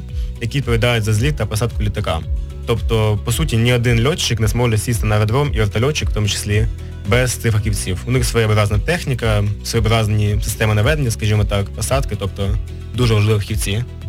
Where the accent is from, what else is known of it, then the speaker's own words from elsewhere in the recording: Vasylkiv, Kyiv Oblast, Ukraine; born there; я народився біля Василькова, тобто там досить серйозний аеродром, який прикриває Київ.